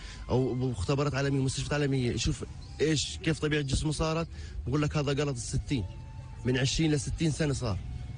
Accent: Gaza, Gaza Strip, Palestine; ولا حتى الآن ما في علاج عندنا في غزة إن نعالج جراحة مخ وأعصاب

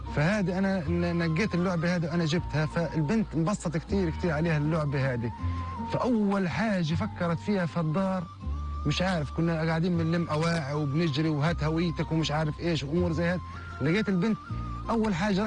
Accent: Palestine; هذه الهوية بتعني إن أنا فلسطيني، هذه بلدي

